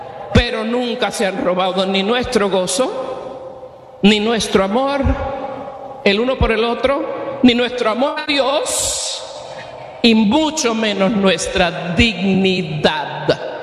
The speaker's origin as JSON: {"language": "Spanish", "country": "Puerto Rico", "said": "Yo soy boricua"}